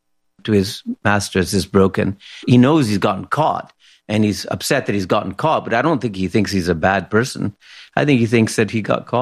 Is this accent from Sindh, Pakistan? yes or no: no; Lahore, Punjab, Pakistan; born or raised there